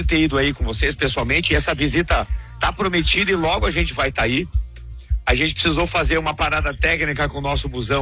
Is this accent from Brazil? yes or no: yes; Pato Branco, Paraná, Brazil; desde o Sudoeste do Paraná. Eu sou de Pato Branco